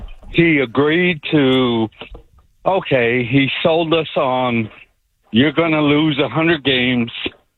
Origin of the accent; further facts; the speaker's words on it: Houston, Texas, United States; I was born and raised here.